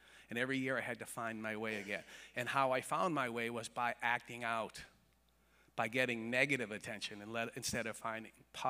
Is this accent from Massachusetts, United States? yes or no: yes; Boston, Massachusetts, United States; I'm one of nine children. I'm the middle of nine children. I'm sure that means something. And we're from Boston, Massachusetts.